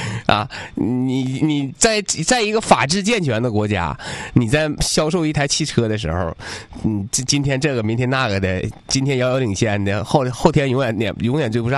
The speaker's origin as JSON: {"language": "Chinese", "town": "Liaoyang", "region": "Liaoning", "country": "China", "tie": "born or raised there", "said": "我们辽阳，我老家辽阳的，我们老家辽阳的纺织业就很发达"}